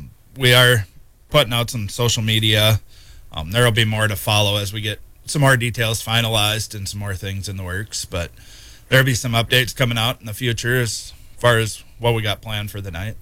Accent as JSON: {"language": "English", "town": "Brookings", "region": "South Dakota", "country": "United States", "tie": "born or raised there", "lives_now": "Volga, United States", "said": "Yeah, I was born and raised in Brookings."}